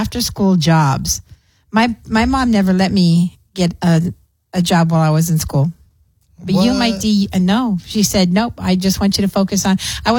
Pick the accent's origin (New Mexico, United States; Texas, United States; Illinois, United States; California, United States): Texas, United States; Clint; now in El Paso, United States; growing up in Clint in the trailer.